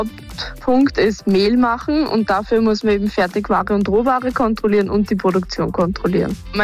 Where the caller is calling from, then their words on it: Raabs an der Thaya, Lower Austria, Austria; Ich bin jetzt gerade Müllermeisterin geworden, bin die Jüngste im deutschsprachigen Raum und bin aus Raps an der Theier.